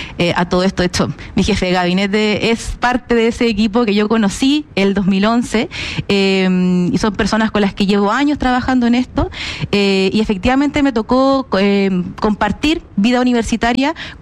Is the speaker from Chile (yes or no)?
yes; Valparaíso, Chile; moved away as an adult; now in Santiago, Chile; mis primeros años siempre fueron en Valparaíso, yo soy porteña, así que le tengo un cariño totalmente, estoy completamente enamorada de mi ciudad